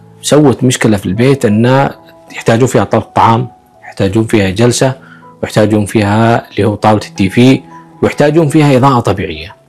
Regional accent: Kuwait; اللي يخرب البيت بالكويت عندنا

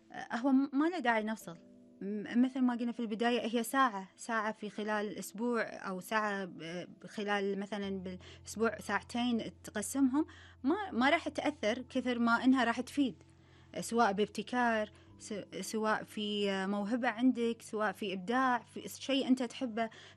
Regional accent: Kuwait; للأرض اللي أنا فيها، يعني الكويت

